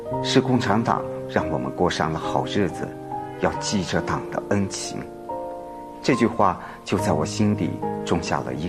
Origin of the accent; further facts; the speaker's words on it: Cangyuan, Yunnan, China; 这就是我的家乡，临沧市沧源佤族自治县。我外婆是一名地地道道的佤族